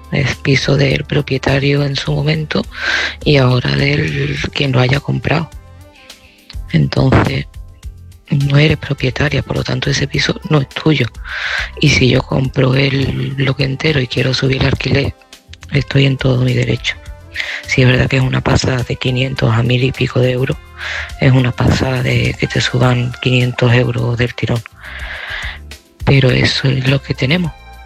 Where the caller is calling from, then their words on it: Seville, Andalusia, Spain; de Sevilla y este mensaje va para Adela.